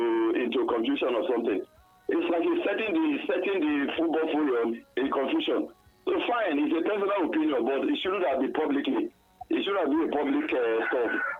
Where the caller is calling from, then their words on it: Ikorodu, Lagos, Nigeria; I'm from Ikorodu.